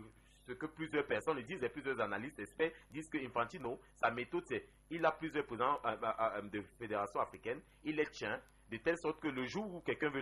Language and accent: French; Cameroon; nous, on doit se poser la question que, en tant que Camerounais, comment le gouvernement ne réagit pas